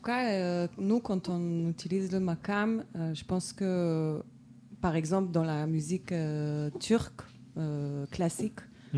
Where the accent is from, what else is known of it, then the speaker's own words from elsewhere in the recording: Jerusalem, Jerusalem District, Israel; moved away; Moi, j'ai grandi à Jérusalem